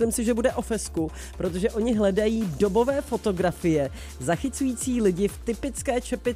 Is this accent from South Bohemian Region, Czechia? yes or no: yes; Strakonice, South Bohemian Region, Czechia; protože jsem ze Strakonic